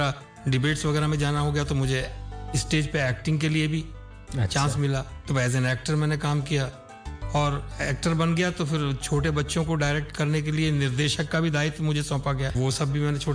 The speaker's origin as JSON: {"language": "Hindi", "region": "Uttar Pradesh", "country": "India", "tie": "born or raised there", "said": "जैसे हमारा जिला था मुरादाबाद"}